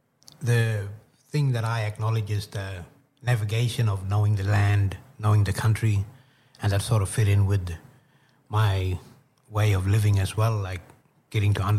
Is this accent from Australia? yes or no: yes; Western Australia, Australia; also born or lived in Derby; I'm from Derby. Grew up all around the Kimberley, and my mob, yeah, I'd basically say from all over the Kimberley.